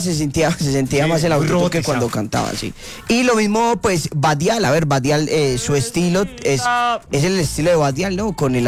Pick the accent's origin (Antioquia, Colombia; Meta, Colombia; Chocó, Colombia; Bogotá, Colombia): Antioquia, Colombia; Medellín; Yo soy de Medellín, pero con activos.